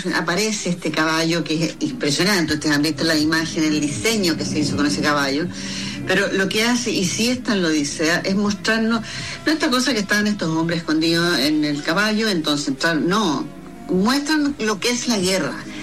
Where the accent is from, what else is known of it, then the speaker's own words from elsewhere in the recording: Chile; tenemos un país muy lindo